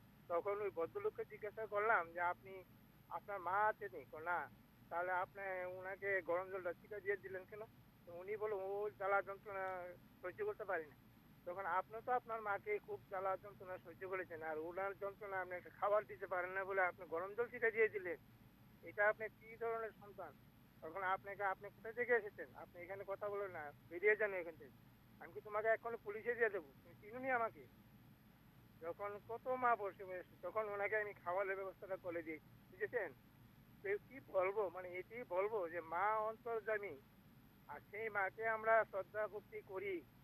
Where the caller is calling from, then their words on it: India; আমার বাড়ি হচ্ছে বরদলি মধ্যপাড়ায়, এখন আমি কলকাতাতে আছি।